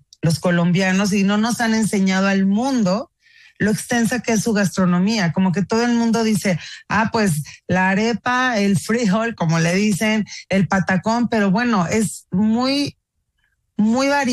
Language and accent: Spanish; Mexico